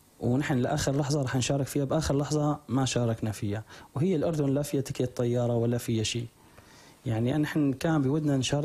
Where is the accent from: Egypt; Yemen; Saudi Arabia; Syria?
Syria; عندنا بسوريا